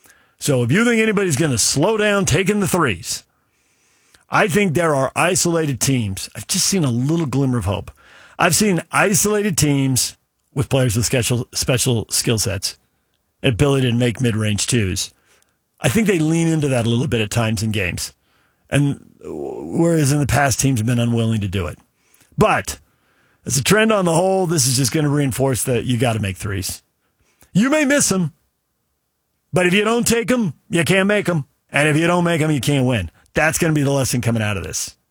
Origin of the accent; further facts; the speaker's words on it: San Diego, California, United States; I grew up in San Diego.